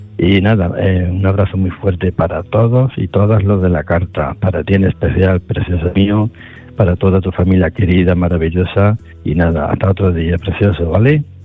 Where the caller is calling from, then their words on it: Córdoba, Andalusia, Spain; de Córdoba